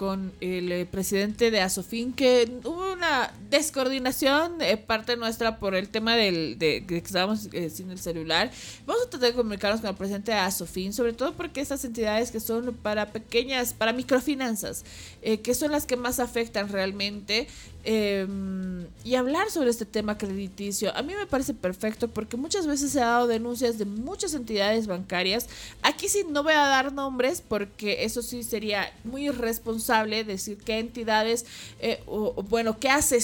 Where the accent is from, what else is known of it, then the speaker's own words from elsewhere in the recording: Bolivia; Pero como boliviana, también he sido afectada.